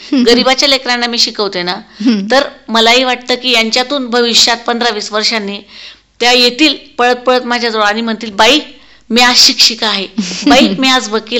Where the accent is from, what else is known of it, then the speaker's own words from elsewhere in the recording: Marwad, Maharashtra, India; माझं बालपण अमळनेर तालुक्यातील मारवड या गावी गेलं। माझे वडील सालगडी म्हणून काम करत असत